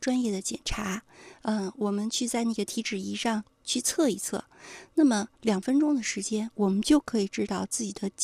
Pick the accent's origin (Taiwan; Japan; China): China; 特别是我们中国人